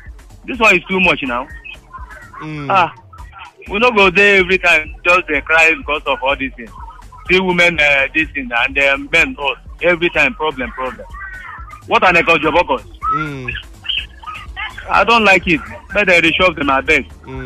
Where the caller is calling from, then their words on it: Nigeria; I'm calling from Munshi.